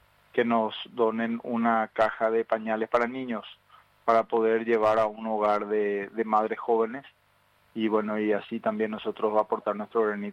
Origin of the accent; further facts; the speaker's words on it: Paraguay; como paraguayos nosotros orgullosos